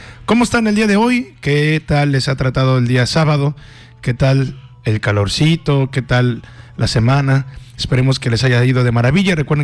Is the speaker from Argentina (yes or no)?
no; Mexico; Nosotros como mexicanos veneramos a la Guadalupana